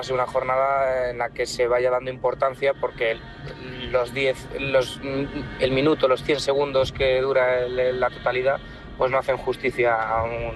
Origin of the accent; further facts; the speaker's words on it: Autilla del Pino, Castile and León, Spain; soy de Autilla del Pino, en Palencia, a escasos 10 kilómetros de la capital palentina.